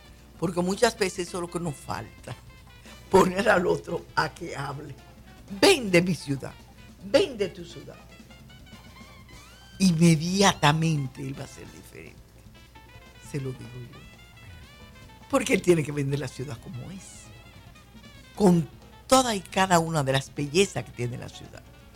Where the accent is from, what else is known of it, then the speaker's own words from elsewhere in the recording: Mao, Valverde, Dominican Republic; born there; restaurar ser maeño. De donde yo soy, pues si fuera estuviera en Santiago digo otra cosa. Pero es restaurar ser maeño auténtico. No porque yo nací, soy de allá.